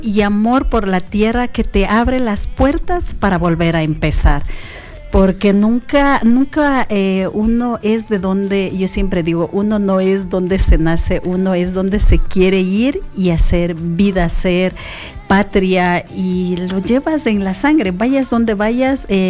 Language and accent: Spanish; Ecuador; Esos somos los ecuatorianos